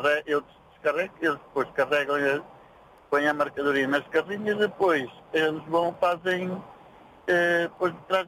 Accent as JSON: {"language": "Portuguese", "country": "Mozambique", "said": "Sou moçambicano."}